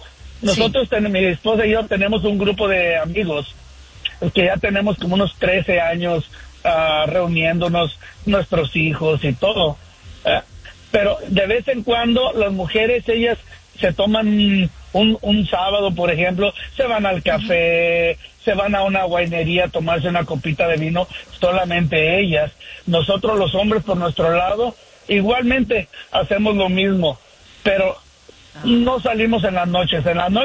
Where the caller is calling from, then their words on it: Sacramento, California, United States; Buen día, aquí de Sacramento … buenos días a todos y arriba buen Michoacán.